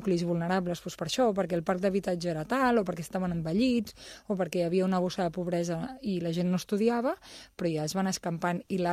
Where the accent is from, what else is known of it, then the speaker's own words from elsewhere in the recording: Sant Martí, Catalonia, Spain; Jo soc de Sant Martí